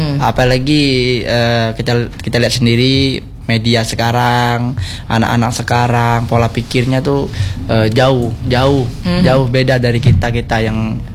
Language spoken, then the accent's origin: Indonesian; Bangka Belitung Islands, Indonesia; Kalau kita orang Bangka nih, kalau lahan tuh bisa dibilang aku lah ini loh, lahan aku ini.